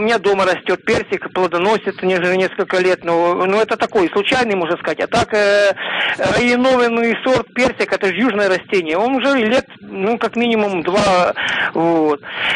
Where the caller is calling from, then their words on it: Kyiv, Ukraine; я из Киева.